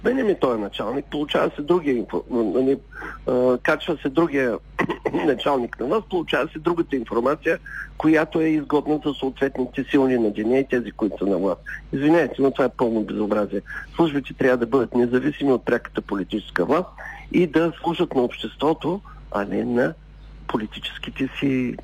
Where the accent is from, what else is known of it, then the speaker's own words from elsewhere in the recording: Plovdiv, Plovdiv Province, Bulgaria; в моята махала в Пловдив, аз съм израснал в центъра на Пловдив